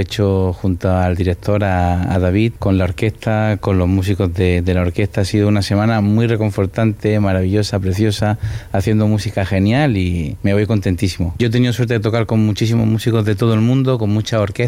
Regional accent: Granada, Andalusia, Spain; Aunque Falla nació en Cádiz, vivió muchísimo tiempo en Granada, más o menos se consideraba ya casi granadino, y nosotros lo consideramos como tal. Como yo le decía el otro día a los músicos, hablando un poco con ellos, estábamos tocando mi tierra

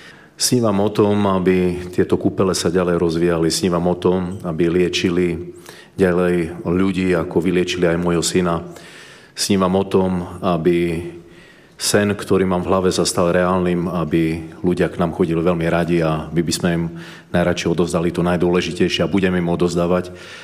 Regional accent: Štós, Košice Region, Slovakia; Ja som rodený Štosan a môžem si povedať, že som aj taký patriot našej obce.

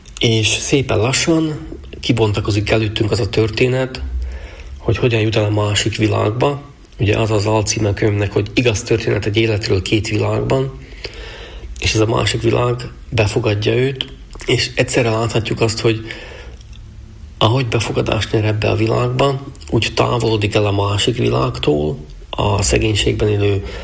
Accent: Slovakia; Van egy magyar nemzetiségünk, és van egy szlovák állampolgárságunk. Szlovákiában kisebbségként élünk, de hát megyünk Magyarországra, ott meg külhoniak vagyunk.

